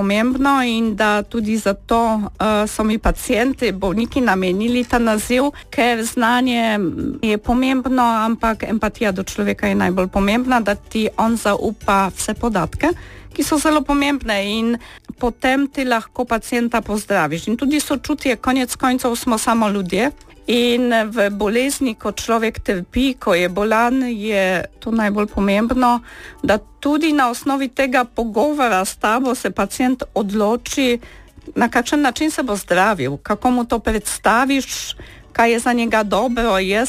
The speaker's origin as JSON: {"language": "Slovenian", "town": "Kraków", "region": "Lesser Poland", "country": "Poland", "second_language": "Slovenian", "moved": "as an adult", "lives_now": "Slovenia", "said": "Prihajam iz Poljske, iz Krakova, tam sem študirala medicino, spoznala svojega moža in potem sva se odločila, da mogoče nadaljujeva svojo pot v Sloveniji."}